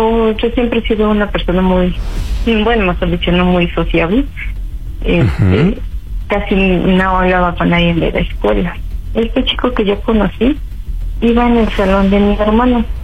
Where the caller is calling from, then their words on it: Tecámac, State of Mexico, Mexico; soy de Tecama.